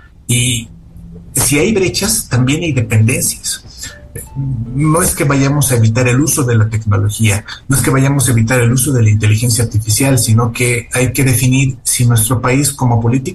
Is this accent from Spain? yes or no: no; Bolivia; como bolivianos, deberíamos preguntarnos cuál es el rol de nuestras universidades en esto.